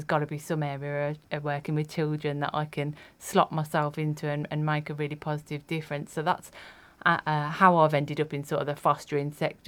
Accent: Birmingham, West Midlands, United Kingdom; moved away; I grew up in Erdington, a little bit.

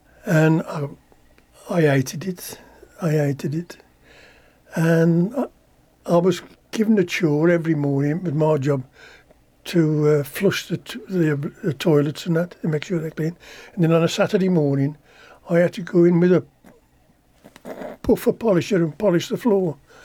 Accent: West Midlands, United Kingdom; born there; also born or lived in Wales; Yeah, my dad was in the RAF and mother was Welsh. So I was born in Hollyhall, but mother went back to her family in Wales while the old man was in the serving. And we come back up in 46, 47. We were in prefabs, and the winter 47, I was 5 years old.

